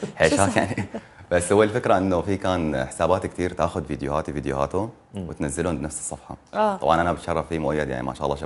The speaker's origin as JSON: {"language": "Arabic", "country": "Syria", "said": "انا سوري فلسطين الاصل الحمد لله. هي اسمها مدينه صفد"}